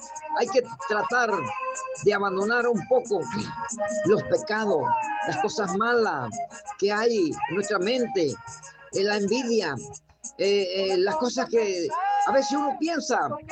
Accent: Los Pozos, Herrera, Panama

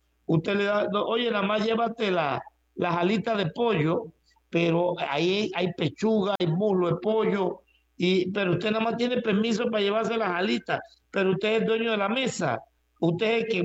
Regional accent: Panama; soy pueblo panameño.

